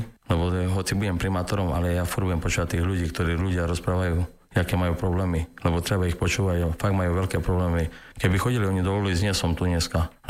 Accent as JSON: {"language": "Slovak", "town": "Košice", "region": "Košice Region", "country": "Slovakia", "said": "Som Košičan, 56 rokov, tu žijem v Košiciach"}